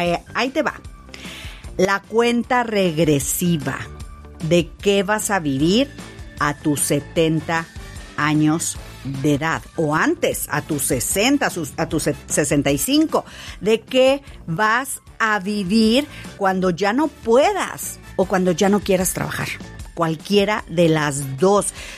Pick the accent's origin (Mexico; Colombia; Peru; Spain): Mexico; Como buenos latinos, como buenos mexicanos.